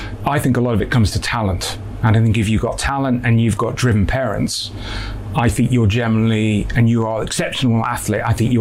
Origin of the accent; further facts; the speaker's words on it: North West England, United Kingdom; Opportunities. I really do believe, I'm from Lancashire, Lee.